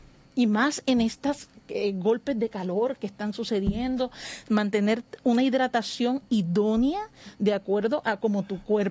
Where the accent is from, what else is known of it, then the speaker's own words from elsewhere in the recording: Adjuntas, Puerto Rico; also born or lived in Ponce; yo vengo del centro de la isla, en Adjuntas, que es donde me crío, pero soy de Ponce.